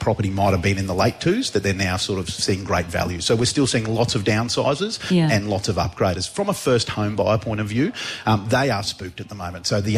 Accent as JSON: {"language": "English", "town": "Brisbane", "region": "Queensland", "country": "Australia", "tie": "born or raised there", "also_born_or_lived": "Sydney", "moved": "as an adult", "said": "I grew up in Brisbane, and then I moved to Sydney, and then I came back."}